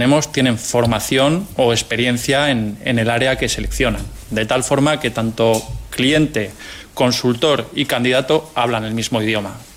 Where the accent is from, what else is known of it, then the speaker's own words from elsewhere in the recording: Bilbao, Basque Country, Spain; yo soy de Bilbao